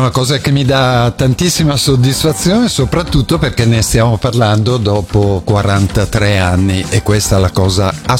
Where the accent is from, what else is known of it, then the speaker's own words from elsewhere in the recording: Bergamo, Lombardy, Italy; Io vengo da Bergamo, praticamente. Okay. dalla Valle Seriana, per cui periferia di Bergamo.